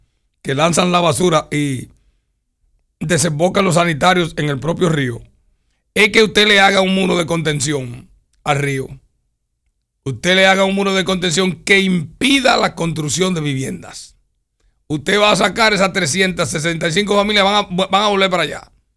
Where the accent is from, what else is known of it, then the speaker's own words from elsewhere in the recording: Dominican Republic; lo que somos los dominicanos